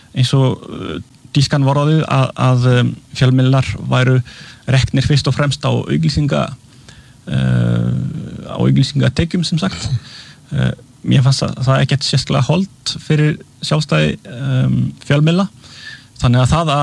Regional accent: Massif Central, France; Icelandic is a second language; Já, ég frá litlu þorpi í suðaustur Frakklandi. Í Massif Central sem svona fjallgarður. Í rauninni vestan við Alpana. Í litlum bæ, svona cirka 2000 manna bæ.

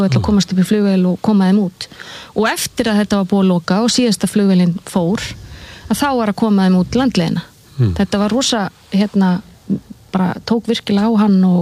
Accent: Seltjarnarnes, Capital Region, Iceland; það var bara frábær tími og yndislegt að alast upp á Seltjarnarnesinu

